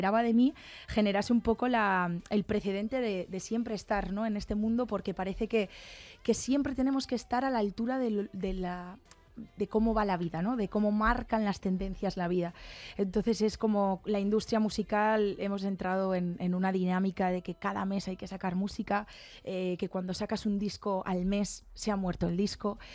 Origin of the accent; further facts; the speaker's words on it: Pontedeume, Galicia, Spain; Ponte de Eume es mi pueblo.